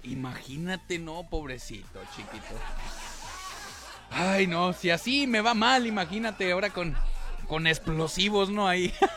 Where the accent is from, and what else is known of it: Mexico